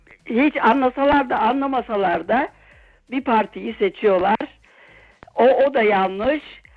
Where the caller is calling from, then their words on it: Bremen, Germany; Bremen'den arıyorum sizi.